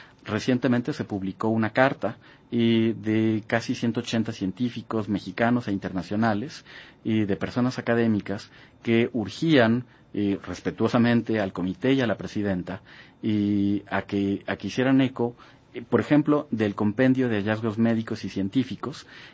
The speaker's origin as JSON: {"language": "Spanish", "country": "Mexico", "said": "Imaginemos que cada mexicano, de los más de 120 millones que somos, cada mexicano tuviera que poner una pipa y media de 10.000 litros cada una."}